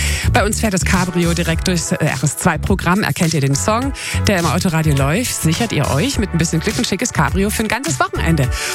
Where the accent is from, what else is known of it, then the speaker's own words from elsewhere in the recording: Brandenburg, Germany; Und das finde ich als Brandenburgerin richtig toll.